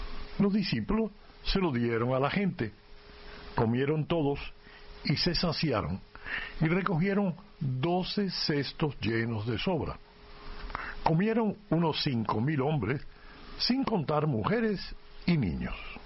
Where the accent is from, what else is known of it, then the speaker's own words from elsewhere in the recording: Cuba; moved away; No, en Cuba ya una vez que salí de Cuba.